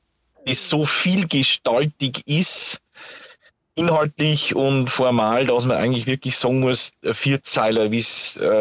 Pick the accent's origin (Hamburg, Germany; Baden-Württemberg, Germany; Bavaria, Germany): Bavaria, Germany; bei uns in Niederbayern ist das zum Beispiel sehr stark an die Hochzeit gebunden